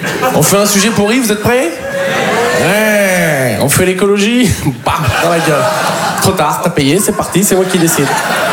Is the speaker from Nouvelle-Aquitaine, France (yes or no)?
yes; Poitiers, Nouvelle-Aquitaine, France; Savoir que moi, en plus, je viens de Poitiers. Donc, faut s'occuper. Tu peux pas aller au Futuroscope 5 fois par semaine